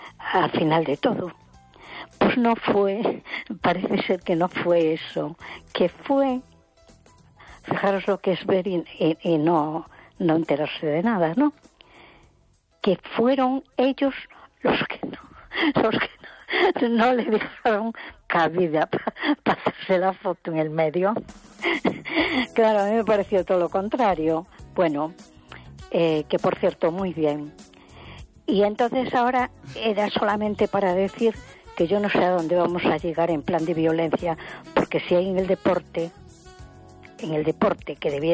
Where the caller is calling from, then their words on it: A Coruña, Galicia, Spain; de Coruña.